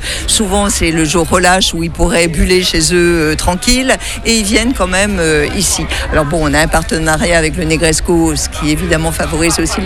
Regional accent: Brittany, France

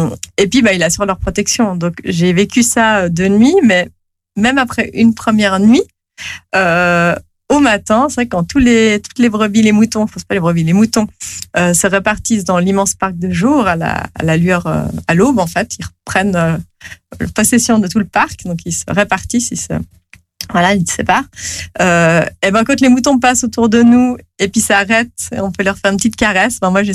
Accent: Geneva, Switzerland; on a laissé tout ce qui était, je viens de Genève, donc on a laissé à Genève tout ce qui était à Genève

